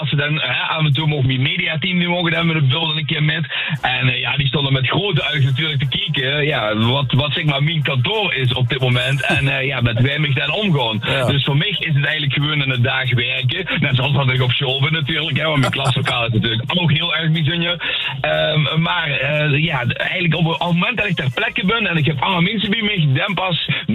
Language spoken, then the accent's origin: Dutch; Netherlands; En het is natuurlijk ook wel zo dat als Nederlanders, ja, we gaan met z'n allen naar Oostenrijk